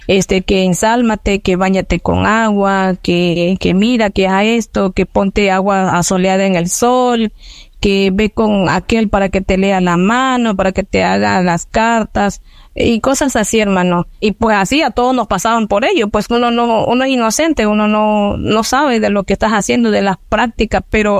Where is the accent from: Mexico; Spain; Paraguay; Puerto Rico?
Mexico; Macuspana, Tabasco; soy originaria del estado de Tabasco, del municipio de Macuspana, pues un lugar muy hermoso